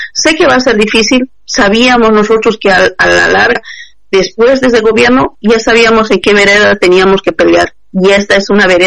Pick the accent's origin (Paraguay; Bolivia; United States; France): Bolivia; hemos tenido la dignidad de decir somos bolivianos, la dignidad de decir somos mujeres indígenas